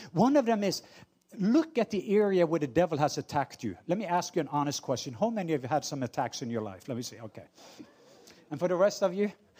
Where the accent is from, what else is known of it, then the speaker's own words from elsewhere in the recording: Norway; now in Atlanta, United States; I'm Norwegian, by the way. I know some of you thought I was from Atlanta. I just live in Atlanta. I'm a missionary to America.